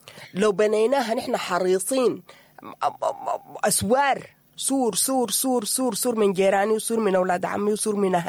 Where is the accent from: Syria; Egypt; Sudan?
Sudan; ونحن يا أخوانا نحن كسودانيين ولا واصلين القمر نكون واقعين